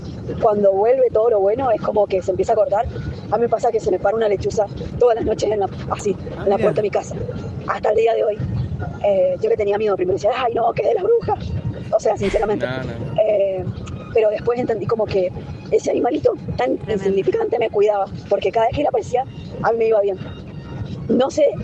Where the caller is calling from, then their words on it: San Martín, Argentina; yo vivo en San Martín.